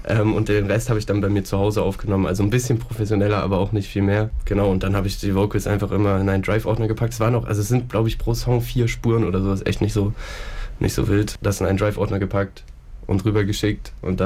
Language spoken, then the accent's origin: German; Weimar, Thuringia, Germany; also wie gesagt, ich komme ja aus Weimar und ich habe dort auch noch so 2-3 Kollegen, die auch Mucke machen